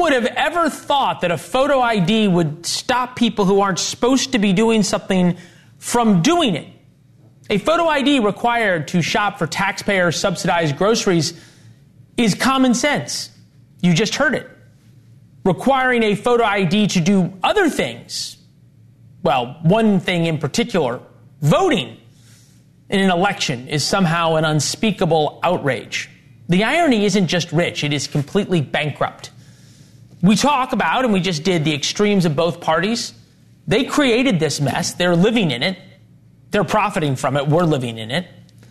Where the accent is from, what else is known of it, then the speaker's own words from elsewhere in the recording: Missouri, United States; my home state of Missouri